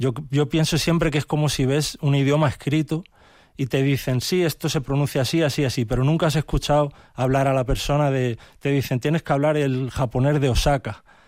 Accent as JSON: {"language": "Spanish", "town": "Albalá", "region": "Extremadura", "country": "Spain", "tie": "born or raised there", "said": "en mi pueblo, en Albalá, que es un pueblo de Cáceres"}